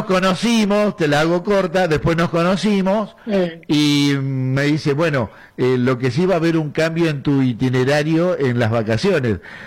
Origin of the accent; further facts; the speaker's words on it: Río Negro, Argentina; now in Río Grande, Argentina; yo soy de Río Negro, en la Patagonia Norte, Patagonia Norte, y hace muchos años que vivo acá en Río Grande, entonces siempre volvía a mi querido Río Negro